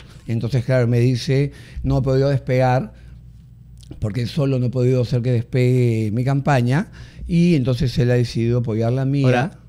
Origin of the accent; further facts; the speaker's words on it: Peru; Realmente, si revisamos adicionalmente al crimen que siempre tenemos que sufrir como peruanos, esta semana, esos días pasados, ha sido terrible.